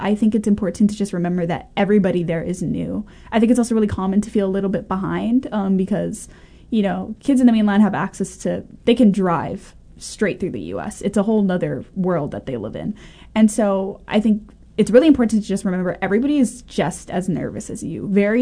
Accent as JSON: {"language": "English", "region": "Hawaii", "country": "United States", "moved": "as an adult", "said": "when you're a first year student in college and you're from Hawaii"}